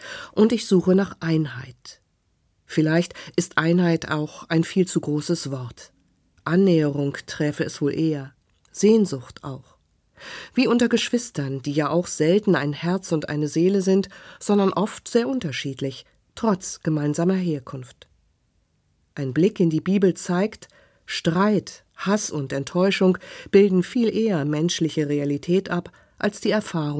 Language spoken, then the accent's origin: German; Berlin, Germany; Ich selber habe meine Kindheit und Jugend in West-Berlin verbracht. Ich bin mit der Mauer groß geworden, die die Stadt durchzog.